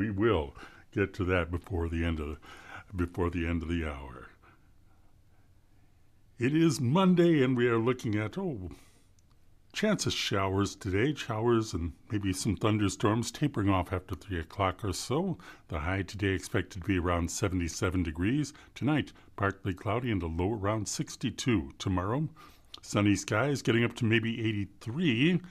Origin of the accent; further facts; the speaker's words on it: Indiana, United States; born there; moved away; my home state, if you will, in a way.